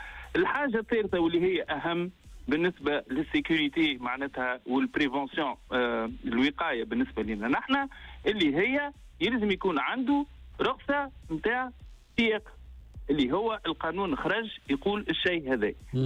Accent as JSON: {"language": "Arabic", "country": "Tunisia"}